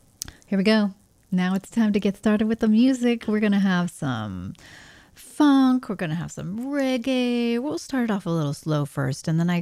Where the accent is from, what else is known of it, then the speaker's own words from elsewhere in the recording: Texas, United States; accent: Texas; now in Hawaii, United States; I'm kind of letting my Texas accent come out a little bit.